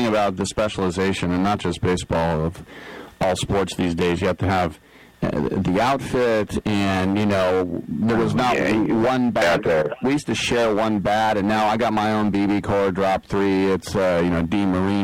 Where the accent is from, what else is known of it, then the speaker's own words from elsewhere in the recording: California, United States; and growing up in California, I didn't have hockey.